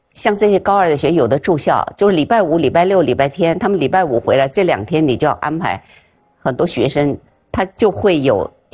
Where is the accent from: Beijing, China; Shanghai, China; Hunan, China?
Beijing, China; born there; also born or lived in Shaoxing, Zhejiang; 因为我父母是三岁把我带到北京来，其实我的老家是浙江绍兴的